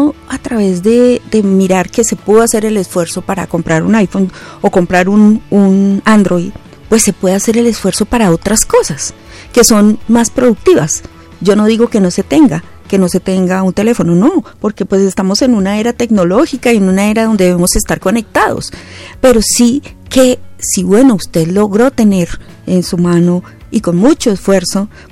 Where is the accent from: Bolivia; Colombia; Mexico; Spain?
Colombia